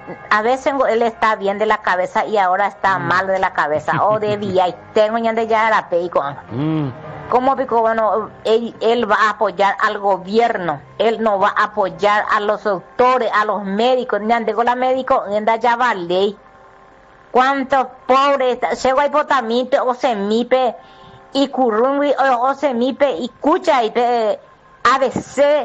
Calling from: Atyrá, Cordillera, Paraguay; yo soy de Atira.

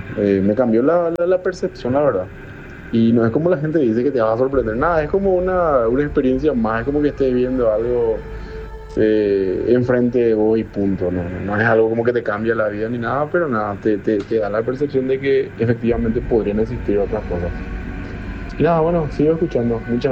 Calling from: Ciudad del Este, Alto Paraná, Paraguay; yo soy de Ciudad del Este.

